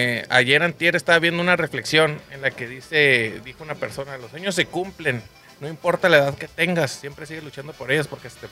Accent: Tijuana, Baja California, Mexico; Somos de Tijuana

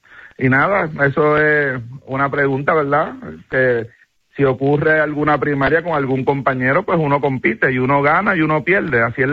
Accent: Cabo Rojo, Puerto Rico; also born or lived in Mayagüez; De toda la vida. Nací en el hospital de Mayagüez y tan pronto le dieron de alta a mi mamá, pues regresé a Cabo Rojo.

